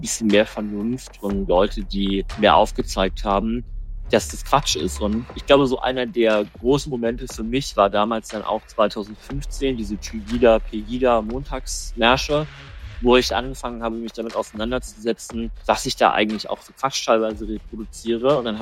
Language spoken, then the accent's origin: German; Germany; Und dann war für mich die Frage, ja, okay, also ich bin Deutscher und was heißt das jetzt?